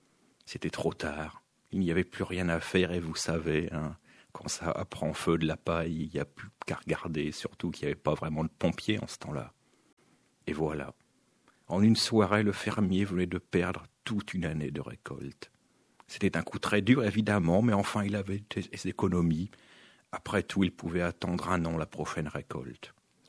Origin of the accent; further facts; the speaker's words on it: Normandy, France; born there; c'est-à-dire dans ma région natale, en Normandie.